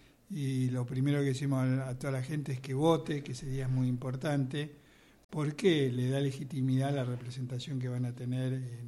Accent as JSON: {"language": "Spanish", "town": "San Carlos de Bariloche", "region": "Río Negro", "country": "Argentina", "said": "yo soy de Bariloche"}